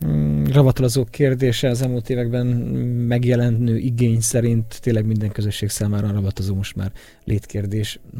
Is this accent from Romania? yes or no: no; Berehove, Zakarpattia Oblast, Ukraine; Én sem emlékszem beregszásziként, hogy valamikor volt erre ilyesmi.